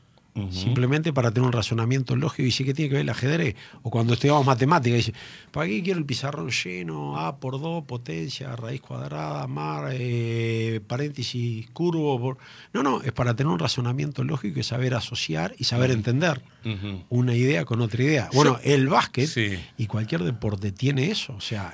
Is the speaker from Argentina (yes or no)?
no; Montevideo, Uruguay; moved away as an adult; also born or lived in Fray Bentos, Uruguay / Italy / United States; No, nací en Fray Bento, pero me crié mucho en Montevideo, tengo cosas. Combiné también tiempo en Italia.